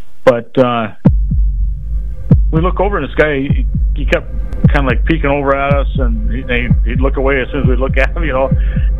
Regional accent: Rockford, Illinois, United States; I'm from Rockford, Illinois, and I've still got family there.

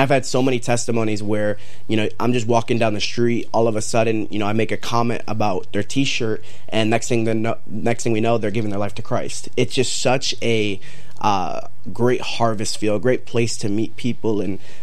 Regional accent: Waterbury, Connecticut, United States; It is a very, again, growing up in Connecticut, in Waterbury, Connecticut, it's very similar to city feel.

